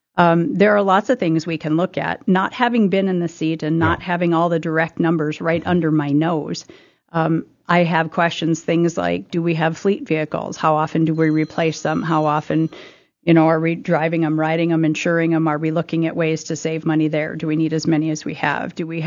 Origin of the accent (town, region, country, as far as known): Wahpeton, North Dakota, United States